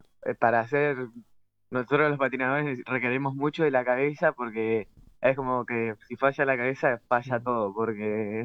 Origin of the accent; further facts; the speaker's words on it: Ciudad Evita, Buenos Aires Province, Argentina; yo soy de Ciudad Evita de La Matanza, pero en el barrio de mi abuela, Isidro Casanova